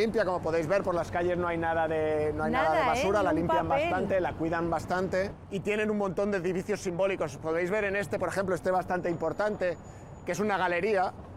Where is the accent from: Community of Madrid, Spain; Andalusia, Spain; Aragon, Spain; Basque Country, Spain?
Community of Madrid, Spain; Madrid; moved away as an adult; now in Toronto, Canada; Pues soy de Lucero. Allí viví toda mi infancia. Y acabamos de llegar hace ya 8 meses, estamos en Toronto.